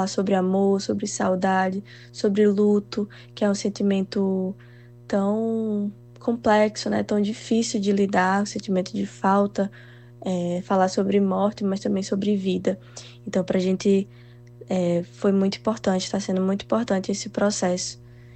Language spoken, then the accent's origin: Portuguese; Rio Grande do Norte, Brazil; now in Maranhão, Brazil; A princípio, a temática surgiu do encontro meu e de Micael aqui no Maranhão. Nós dois somos do Rio Grande do Norte